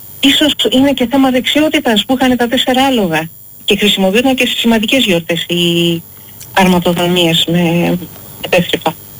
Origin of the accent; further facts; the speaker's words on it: Greece; επειδή κάποιος με ρώτησε αν είμαι Ελληνίδα, από όσο ξέρω είμαι Ελληνίδα. Αλλά δεν είμαι Ελληνίδα επειδή έκανα τεστ DNA. Είμαι Ελληνίδα επειδή μοιράζομαι τους ίδιους μύθους